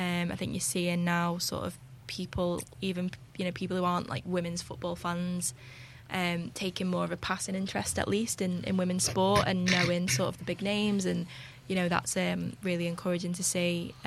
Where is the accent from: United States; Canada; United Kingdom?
United Kingdom; Widnes, North West England; So I'm from Widnes.